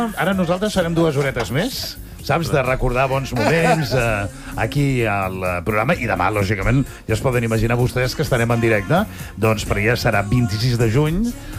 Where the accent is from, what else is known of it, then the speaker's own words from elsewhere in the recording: Premià de Dalt, Catalonia, Spain; jo sóc de Premià Dalt